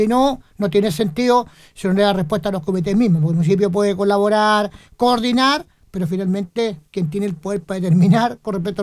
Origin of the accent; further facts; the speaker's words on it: Chile; Bueno, somos chilenos